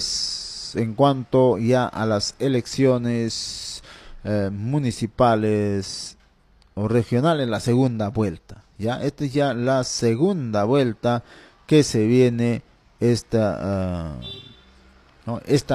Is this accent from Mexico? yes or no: no; Tambillo, Ricrán district, Jauja province, Junín, Peru; born there; en la provincia de Jauja, mi lugar, ¿no? El pueblo, voy a decir, ¿no? Pertenezco yo, mi pueblo donde me dio a nacer, anexo de Tambillo, distrito de Ricrán, provincia de Jauja.